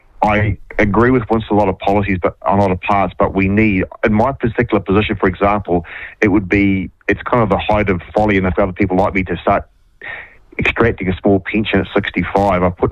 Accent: Waikato, New Zealand; I'm from the Waikato originally, but it's actually quite good.

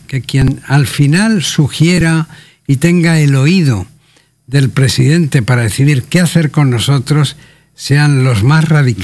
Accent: Spain; moved away; en mi originaria España.

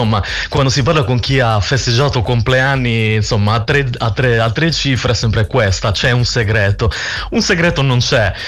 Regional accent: Sarroch, Sardinia, Italy; essendo poi sarrocchese come loro, ho conosciuto una parte del mio paese che non conoscevo.

